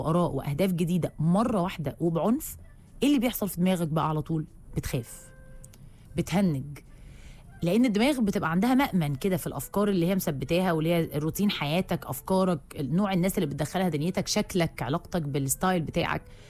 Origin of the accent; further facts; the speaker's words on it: Egypt; على اعتبار ان احنا كمصريين وكعرب واعتقد الانسانيه اجمع